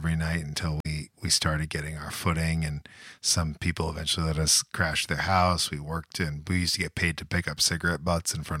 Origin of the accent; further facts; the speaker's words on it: Dumont, New Jersey, United States; moved away as an adult; also born or lived in Union City, New Jersey / Teaneck, New Jersey / Bergenfield, New Jersey / the South; I was born in Union City and then raised kind of in Dumont, New Jersey